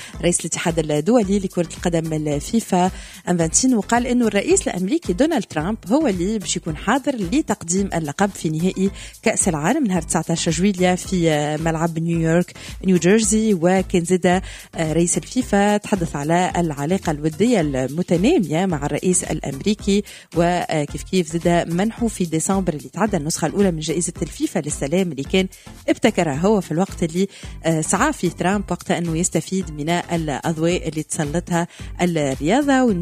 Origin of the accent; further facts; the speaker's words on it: Tunisia; نحكيو على بلدي تونس